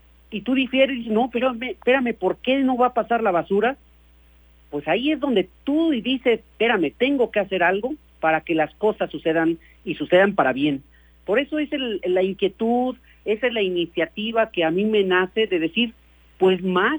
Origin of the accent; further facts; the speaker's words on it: Irapuato, Guanajuato, Mexico; born there; La verdad, a mí sí me duele mucho lo que está sucediendo en Irapuato, donde yo nací, donde quizá mucha gente que nos está escuchando nació